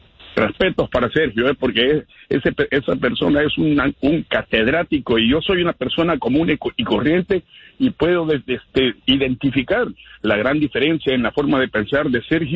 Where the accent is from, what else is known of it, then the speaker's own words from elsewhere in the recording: El Salvador; Porque, por ejemplo, en mi país, El Salvador, eso de que, ay, ustedes los, y disculpen que use este sarcasmo